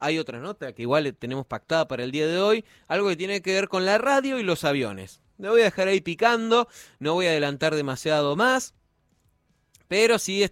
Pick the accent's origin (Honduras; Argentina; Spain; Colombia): Argentina; sobre todo como argentinos